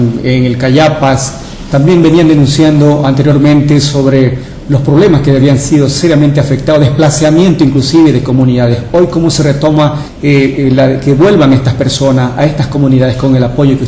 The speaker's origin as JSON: {"language": "Spanish", "country": "Ecuador", "said": "nosotros como ecuatorianos"}